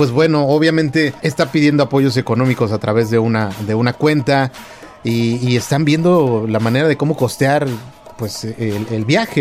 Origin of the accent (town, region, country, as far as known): Mexico